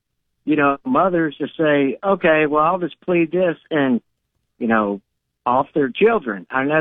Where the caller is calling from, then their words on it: Pennsylvania, United States; I'm up here in Pennsylvania